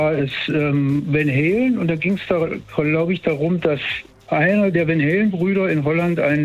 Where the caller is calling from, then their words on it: Germerode, Hesse, Germany; Aus Germerode in Nordhessen.